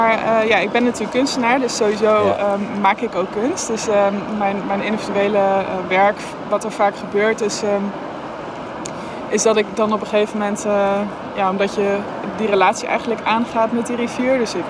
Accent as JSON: {"language": "Dutch", "country": "Netherlands", "said": "Ik als Nederlander"}